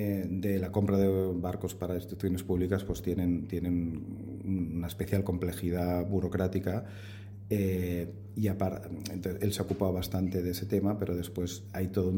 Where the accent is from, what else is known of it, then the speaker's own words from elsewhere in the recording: El Masnou, Catalonia, Spain; Nosotros somos de Masnou, que está aquí cerca de Barcelona